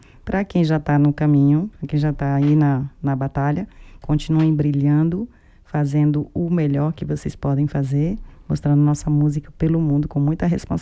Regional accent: Brazil; Somos brasileiros aqui.

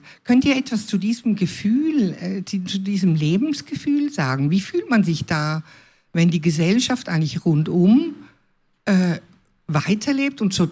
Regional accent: Switzerland; Ich selbst bin Tochter einer Italienerin, bin aber als Schweizer Kind aufgewachsen in der Schweiz, weil mein Vater eben Schweizer war.

